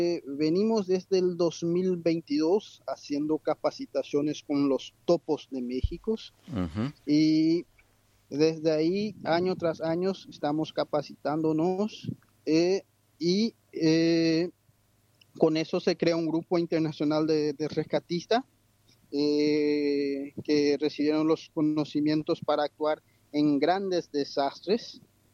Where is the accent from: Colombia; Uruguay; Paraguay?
Paraguay; Estamos compuestos por Chile, chilenos, brasileños, argentinos y yo como paraguayo.